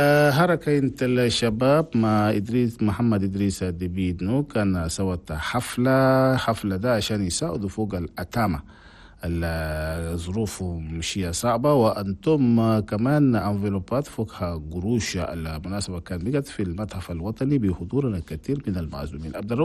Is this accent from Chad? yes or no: yes; Chad; هنا بلدنا تشاد